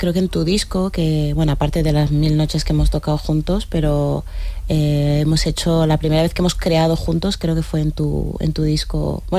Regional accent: Guinea-Bissau; first language Guinea-Bissau Creole; Spanish is a second language; mezclamos el criollo de mi país, de Guinea-Bissau, con una soleá por bulería, pero cantada en mi idioma y contando una historia muy bonita de resistencia de mi pueblo, de Guinea-Bissau.

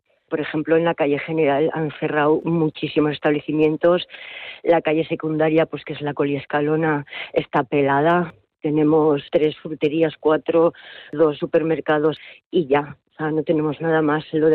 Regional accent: Sabiñánigo, Aragon, Spain; yo soy de Sabiñánigo de toda la vida, aquí en el pueblo se está muy bien. No tenía ninguna intención de irme a la capital

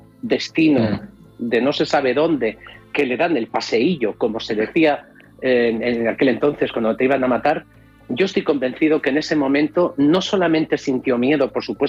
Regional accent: Navarre, Spain; born there; No, hombre, también, porque soy navarro de nacimiento.

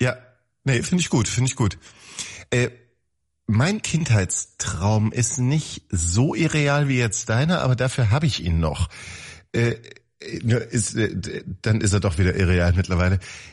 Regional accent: Wiesbaden, Hesse, Germany; Da sind wir aus Wiesbaden, aus der Stadt, aufs Land gezogen, weil wir einfach mehr Platz brauchten

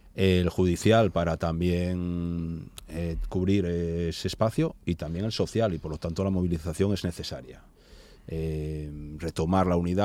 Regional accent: Asturias, Spain

